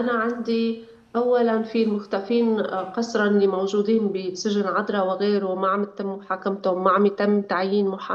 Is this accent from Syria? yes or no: yes; Syrian coast, Syria; أنا بنت الساحل وبعرف هذا الشيء،